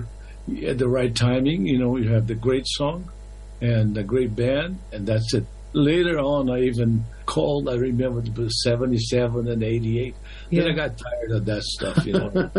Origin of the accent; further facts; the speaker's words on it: Brazil; moved away; I'm from Brazil